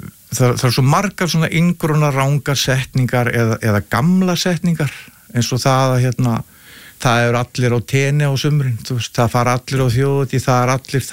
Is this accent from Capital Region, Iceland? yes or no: no; Vestmannaeyjar, Southern Region, Iceland; born or raised there